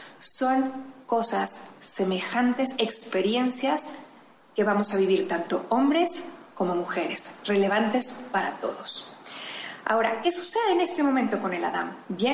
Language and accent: Spanish; Monterrey, Nuevo León, Mexico; now in Querétaro, Mexico; esposa, mamá, originaria de Monterrey y actualmente vivo en Querétaro con mi familia.